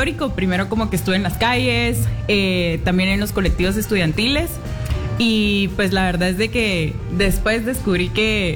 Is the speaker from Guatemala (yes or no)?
yes; Guatemala; Bueno, a ver, soy una joven guatemalteca, siempre apasionada por los temas de la política y la vida social.